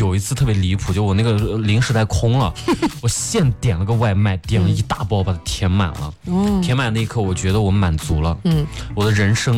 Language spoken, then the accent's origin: Chinese; Xinjiang, China; 我是一个新疆人，我们那边偏爱吃奶制品